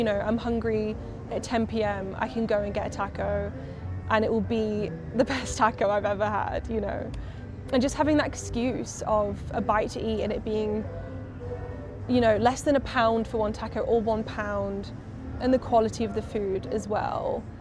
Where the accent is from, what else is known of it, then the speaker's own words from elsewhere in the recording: United Kingdom; moved away as an adult; now in Mexico; But for me as a British person